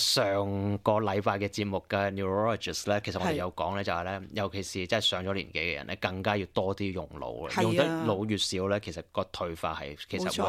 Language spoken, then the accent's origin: Cantonese; Australia; 咁啊沙特受到攻擊其實同我哋澳洲人有咩關係咧？